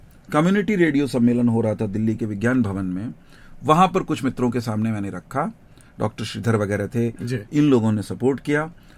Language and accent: Hindi; Karnal, Haryana, India; accent: Haryanvi; मैं करनाल का रहने वाला हूं, तो मारी हरियाणवी ओर डाड़की है।